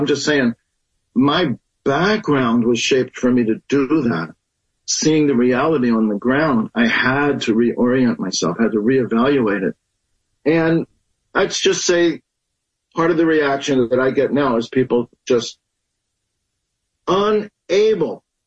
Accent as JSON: {"language": "English", "town": "Baltimore", "region": "Maryland", "country": "United States", "tie": "born or raised there", "said": "the worship place that we built in our town, for me it was Baltimore, that's our temple."}